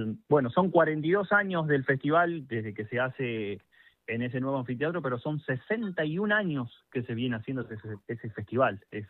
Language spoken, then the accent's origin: Spanish; Ramallo, Buenos Aires Province, Argentina; now in Villa General Savio, Argentina; tuve la oportunidad también de representar a mi ciudad, a San Nicolás, pero bueno, igual soy de Ramallo, o sea que representaría todo junto.